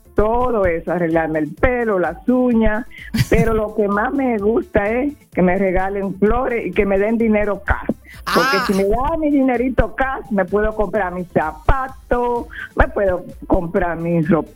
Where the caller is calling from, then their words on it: Hollywood, Florida, United States; Yo estoy aquí en el área de Hollywood.